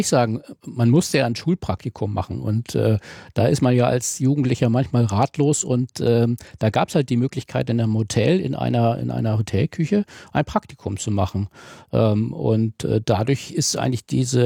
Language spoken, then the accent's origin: German; Northern Germany, Germany; Na, der Knick ist ja bei uns in Norddeutschland so eine Art Heckenlandschaft, haben wir ja